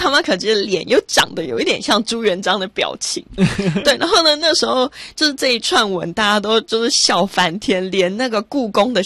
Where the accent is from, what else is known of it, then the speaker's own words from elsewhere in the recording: Taiwan; 可是我身为一个台湾人竟然现在才认识它哦